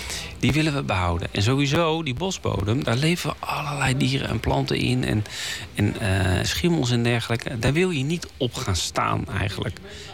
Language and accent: Dutch; Netherlands; Want we gebruiken heel veel hout als Nederlanders, ongeveer een kubieke meter per jaar, voor allerlei zaken.